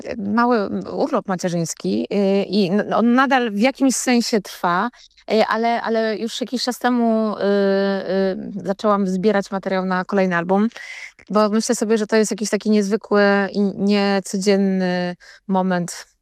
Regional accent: middle Oder region, Poland; now in Warsaw, Poland; Ja potwierdzam, że pochodzę z regionu nad Odrze, czyli tej środkowej Odry, powiedzmy, i do dzisiaj mi to zostało. To znaczy ja kocham mieszkać po stronie praskiej nad rzeką.

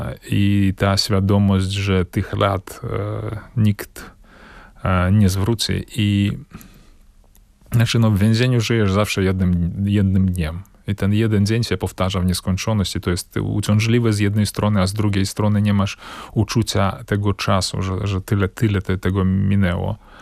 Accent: Belarus; moved away as an adult; No ale tam się urodziłem, tam żyłem, w tamtej, jestem po prostu z tamtej rzeczywistości.

